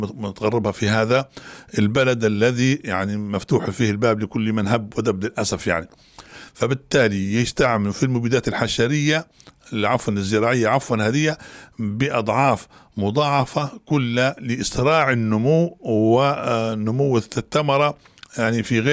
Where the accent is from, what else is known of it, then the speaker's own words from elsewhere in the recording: Libya; وإحنا كنا كليبيين نعرفوا استنزاف الأرض